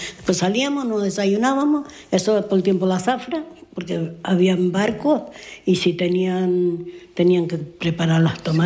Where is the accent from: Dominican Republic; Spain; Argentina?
Spain; El Roque, Canary Islands; nosotras después ya bajamos del Roque a Cabo Blanco. Es decir, mi pueblo está más alto y Cabo Blanco como más a la costa.